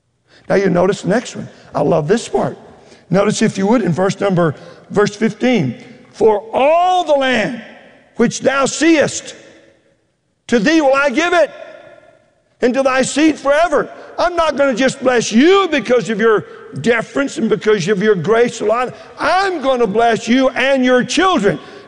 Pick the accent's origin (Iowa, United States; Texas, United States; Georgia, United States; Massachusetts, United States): Texas, United States; I love football. I grew up in Texas. You get a football in your crib, you know.